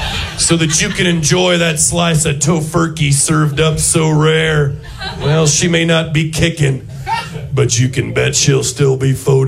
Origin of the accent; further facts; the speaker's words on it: United States; I'm like, yeah, I knew about beef. I grew up in America.